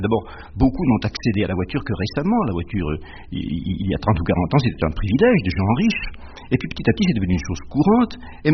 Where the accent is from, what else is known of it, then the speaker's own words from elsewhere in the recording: France; Vous savez, nous sommes français, un peu latin, un peu gaulois.